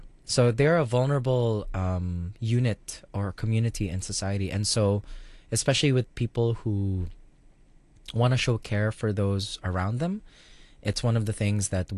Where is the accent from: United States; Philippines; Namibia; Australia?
Philippines